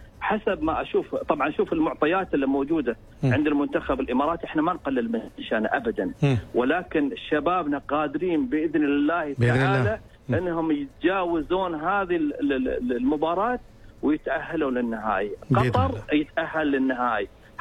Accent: Oman; عندنا في عمان هنا

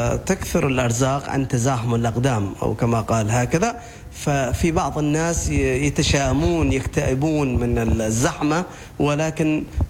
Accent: Oman; نحن كعمانيين

